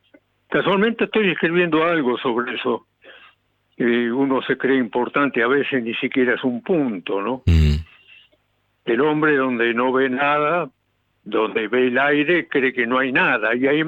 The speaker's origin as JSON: {"language": "Spanish", "country": "Argentina"}